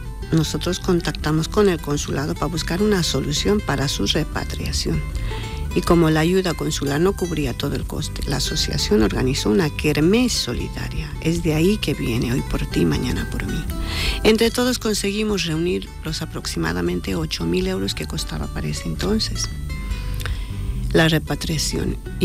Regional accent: Bolivia; moved away as an adult; now in Jaén, Spain; soy presidenta de la Asociación de Bolivianos en Jaén. Mi cargo en Bolivia era secretaria ejecutiva. Llevo aquí 24 años en Jaén

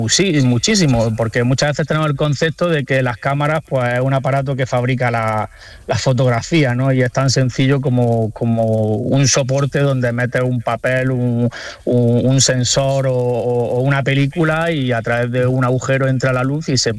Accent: Roquetas de Mar, Andalusia, Spain; cuando decido, bueno, pues apuntarme a los talleres de Roquetas de Mar de mi pueblo, que todos los años pues hace talleres de cerámica, pintura y fotografía.

